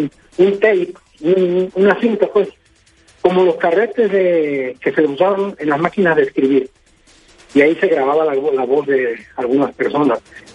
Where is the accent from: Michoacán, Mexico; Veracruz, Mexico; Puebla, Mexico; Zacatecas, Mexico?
Veracruz, Mexico; Lerdo de Tejada; moved away as an adult; now in Ciudad Juárez, Mexico; Yo soy el Lerdo de Tejada, nada más que ya tengo 37 años viviendo acá.